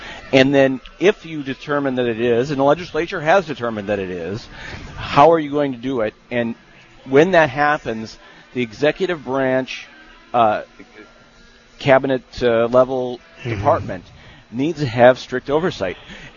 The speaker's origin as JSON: {"language": "English", "town": "Beulah", "region": "North Dakota", "country": "United States", "tie": "born or raised there", "lives_now": "Bismarck, United States", "said": "I grew up in Beulah."}